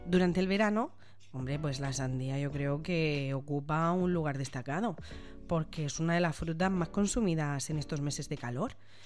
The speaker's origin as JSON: {"language": "Spanish", "region": "Region of Murcia", "country": "Spain", "said": "O como los murcianos nos gusta decir, espectacular."}